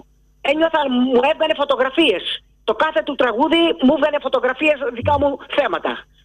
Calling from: Lefkada, Ionian Islands, Greece; accent: Lefkadian; Θα το πω τη Λευκαδίτικα, επειδή είμαι από τη Λευκάδα.

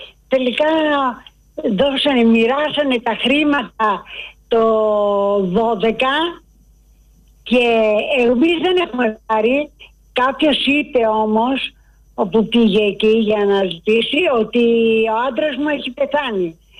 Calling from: Cholargos, Attica, Greece; είμαι από το Χολαργό.

